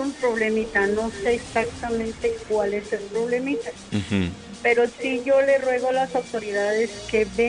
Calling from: Mexico; soy del barrio del Tepeyac.

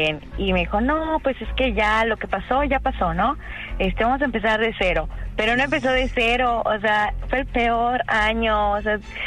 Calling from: Yucatán, Mexico; De Yucatán.

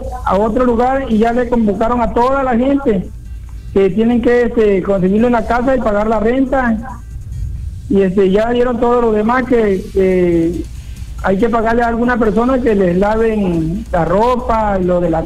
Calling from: Tabasco, Mexico; Aquí cerca de Villahermosa.

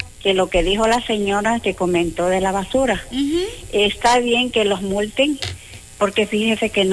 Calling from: Mapastepec, Chiapas, Mexico; porque somos de aquí, de Mapastepec

